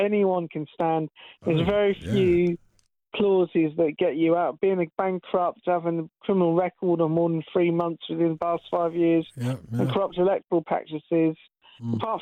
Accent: United Kingdom; I am proud to be British.

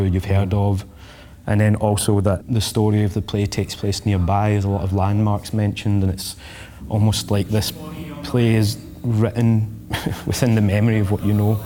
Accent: Glasgow, Scotland, United Kingdom; growing up in Glasgow.

